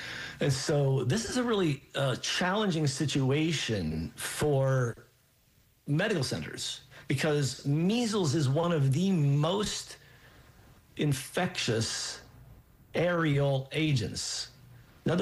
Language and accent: English; Pennsylvania, United States; Pennsylvania is having a really big struggle. My home state is suffering.